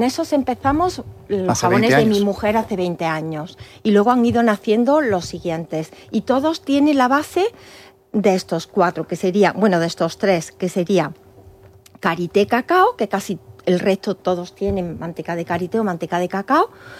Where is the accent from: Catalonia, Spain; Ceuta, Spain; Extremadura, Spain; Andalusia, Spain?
Andalusia, Spain; Córdoba; una almazara de Córdoba, de mi tierra